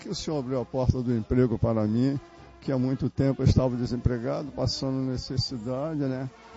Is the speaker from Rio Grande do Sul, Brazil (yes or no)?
no; São Gonçalo, Rio de Janeiro, Brazil; São Gonçalo.